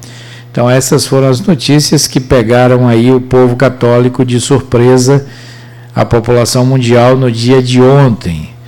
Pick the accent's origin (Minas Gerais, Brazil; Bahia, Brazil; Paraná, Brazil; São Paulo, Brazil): Bahia, Brazil; Maragogipe; now in Cachoeira, Brazil; o jogo foi em Maragogipe, na minha terrinha